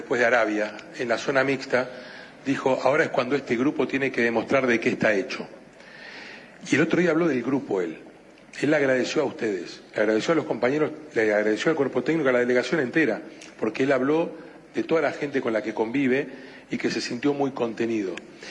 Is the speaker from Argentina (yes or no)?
yes; Argentina; el grupo humano, somos así los argentinos.